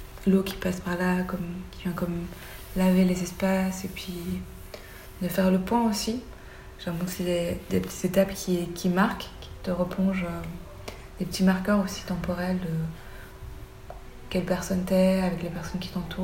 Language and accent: French; Belgium; comme je suis belge au Thaï, pour des personnes blanches ou en Belgique, personne ne remettrait en question ma légitimité